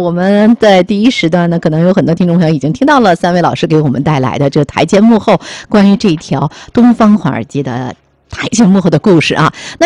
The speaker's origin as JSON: {"language": "Chinese", "region": "Tianjin", "country": "China", "said": "我们土生土长的天津人"}